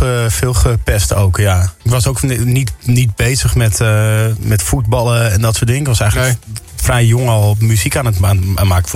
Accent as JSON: {"language": "Dutch", "town": "Amsterdam", "region": "North Holland", "country": "Netherlands", "said": "Ik kom uit de Pijp en ik zat in de Diamantbuurt op school."}